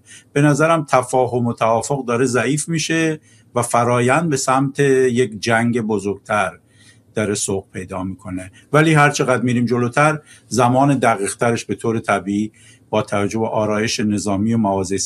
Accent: Iran; وظیفه‌مو به عنوان یه ایرانی انجام دادم برای کشورم

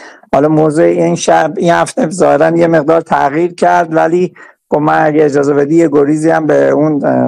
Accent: Gilan, Iran; من خودم همشهری شما هستم، بچه گیلان هستم

